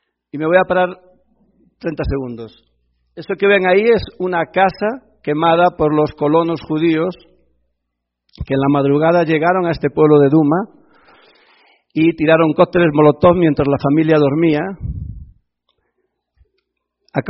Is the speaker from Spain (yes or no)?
yes; Galicia, Spain; moved away; de donde yo soy están todos durmiendo